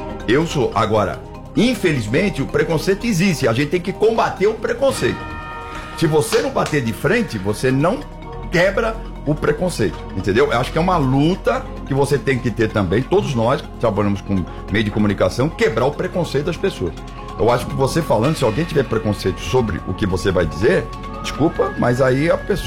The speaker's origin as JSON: {"language": "Portuguese", "region": "São Paulo", "country": "Brazil", "tie": "born there", "said": "Eu nasci na Parada Inglesa, Zona Norte de São Paulo. É uma família simples, humilde, batalhadora, tranquila, imigrante português."}